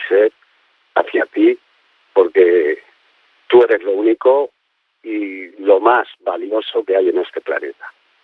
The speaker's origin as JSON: {"language": "Spanish", "town": "Girona", "region": "Catalonia", "country": "Spain", "said": "nos casaremos allí, sí, claro, está en el pueblo donde soy."}